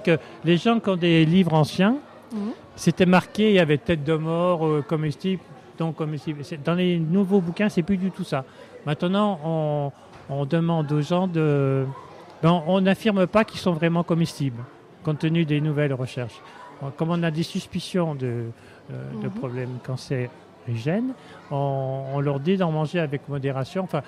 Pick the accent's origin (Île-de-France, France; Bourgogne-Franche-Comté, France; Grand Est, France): Grand Est, France; now in Gap, France; moi, je suis lorrain. Donc, en Lorraine, on a un nom.